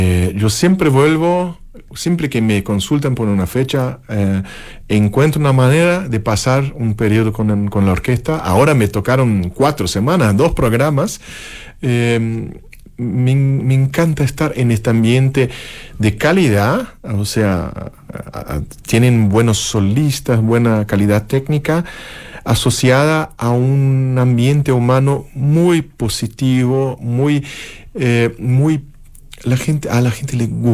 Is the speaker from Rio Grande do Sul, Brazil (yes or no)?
yes; Porto Alegre, Rio Grande do Sul, Brazil; born or raised there; moved away